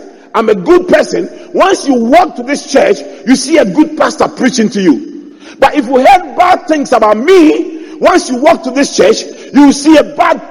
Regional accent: Adabraka, Greater Accra, Ghana; But growing up in Adabraka, where most houses do not have toilets, and you wake up in the morning, and you go to the public toilets

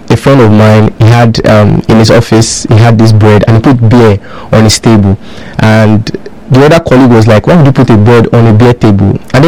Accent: Nigeria; I'm also a Nigerian.

